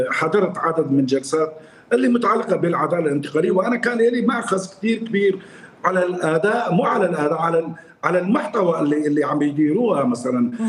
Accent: Syria; وانا سوري

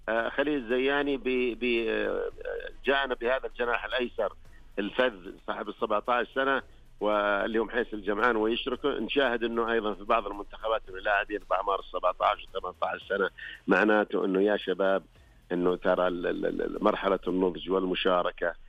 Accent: Saudi Arabia; بالنسبة لنا كسعوديين

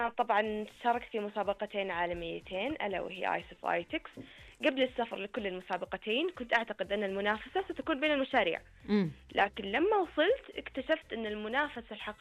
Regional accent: Saudi Arabia; أنا كطالبة سعودية

